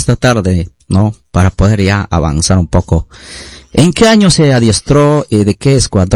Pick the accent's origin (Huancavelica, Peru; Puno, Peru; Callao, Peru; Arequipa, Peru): Huancavelica, Peru; yo también soy de allá, de Huancavelica. Ah, hablamos entonces el mismo idioma, quechua, pastor.